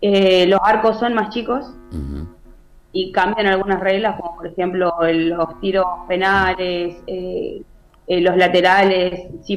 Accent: Oberá, Misiones, Argentina; now in Posadas, Argentina; En Oberá, de donde soy yo

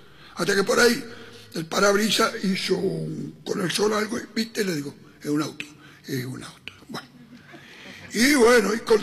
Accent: Plaza Huincul, Neuquén, Argentina; Yo nací y me crié en Plaza Winkle

